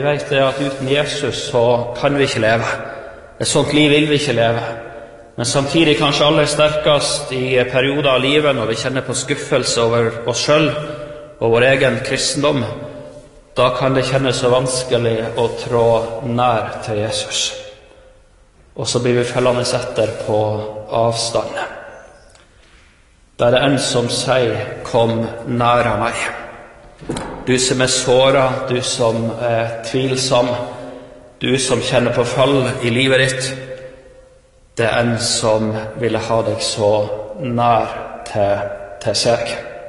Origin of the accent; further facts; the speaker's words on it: Troms, Norway; Jeg kommer fra Troms, hvor jeg er litt av bygd som heter Karvikhamn.